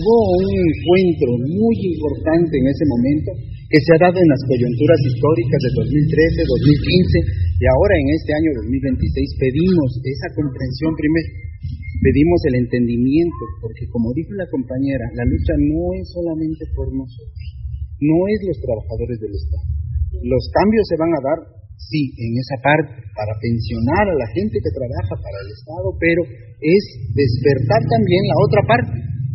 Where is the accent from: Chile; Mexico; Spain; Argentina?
Mexico; Oaxaca; nosotros somos del estado de Oaxaca